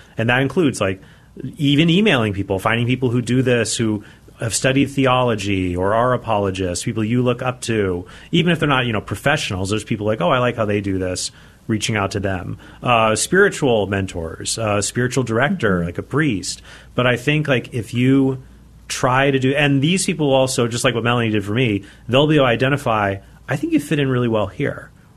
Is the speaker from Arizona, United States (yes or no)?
yes; Arizona, United States; But it's not just that. I also think that for me, growing up in Arizona, because I, you know, as a convert